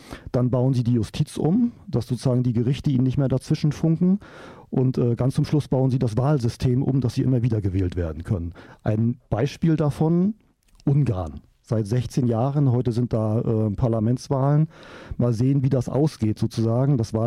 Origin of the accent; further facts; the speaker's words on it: East Germany, Germany; Ich bin auch in der DDR aufgewachsen. Die ersten 18 Lebensjahre durfte ich in diesem Land verbringen.